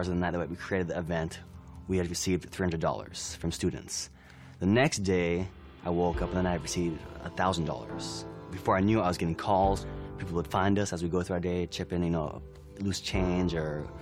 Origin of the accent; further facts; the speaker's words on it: India; moved away as an adult; now in United States; My parents are missionaries. I grew up in India. Every 4 years, we'd come back to the States for a one-year furlough, but majority of my life was in India.